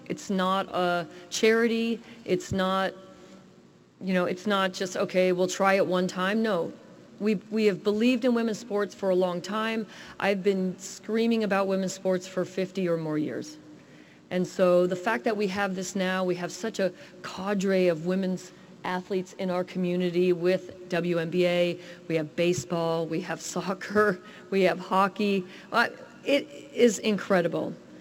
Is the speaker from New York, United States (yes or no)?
no; San Jose, California, United States; as a young girl, growing up in South San Jose, There was no professional women's sports.